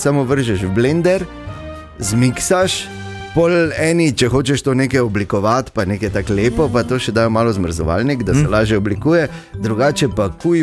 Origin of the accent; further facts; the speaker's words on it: Dogoše, Drava, Slovenia; born there; Pa zanimivo tudi skozi Dogoše, skozi moj rojstni kraj.